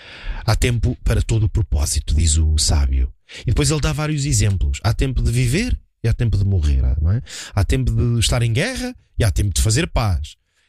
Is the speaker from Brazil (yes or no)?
no; Portugal